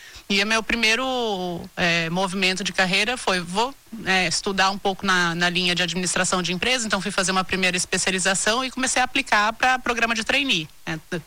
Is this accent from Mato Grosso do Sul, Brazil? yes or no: yes; Corumbá, Mato Grosso do Sul, Brazil; tinha ali uma pequena lanchonete na cidade onde eu morava, onde eu nasci, que é Corumbá.